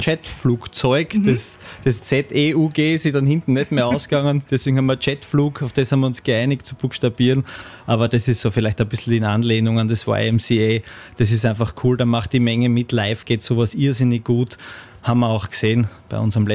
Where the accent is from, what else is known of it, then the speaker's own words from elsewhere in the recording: Graz, Styria, Austria; für uns als Grazer, Graz-Umgebung aufgewachsenen